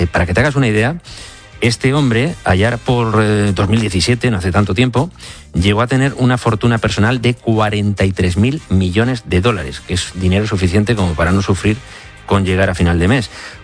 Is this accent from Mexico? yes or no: no; Mediterranean coast, Spain; born there; now in Madrid, Spain; a los que nacimos en el Mediterráneo, como canta … pero nos vinimos a vivir al interior